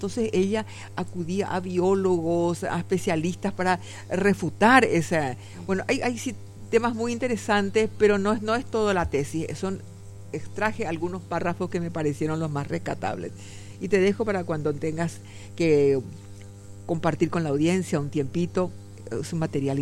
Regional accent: Paraguay

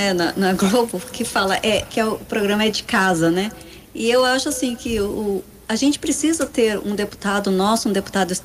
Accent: Ponta Porã, Mato Grosso do Sul, Brazil; nós aqui que somos de Ponta Porã.

